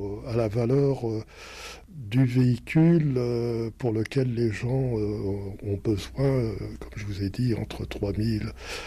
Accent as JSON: {"language": "French", "town": "Paris", "region": "Île-de-France", "country": "France", "said": "Complètement, parce que, vous savez, je suis parisien d'origine, c'est facile de dire on peut se passer de voiture."}